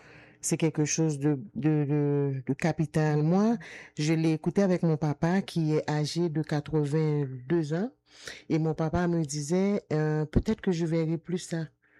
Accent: Haiti; moved away; Mais ça, peut-être que ça change de plus en plus parce que ça fait longtemps que j'ai quitté Haïti.

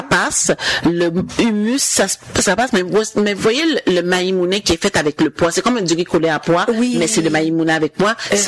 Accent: Jacmel, Sud-Est, Haiti; Mais je pense que c'est tout dans la région d'Haïti même, parce que nous autres, on vient de Jacmel.

